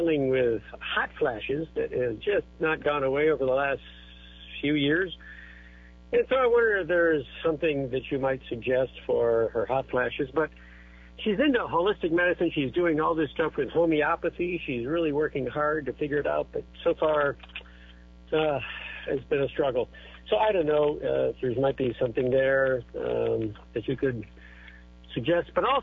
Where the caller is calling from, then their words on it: Coralville, Iowa, United States; I'm calling from Coralville, Iowa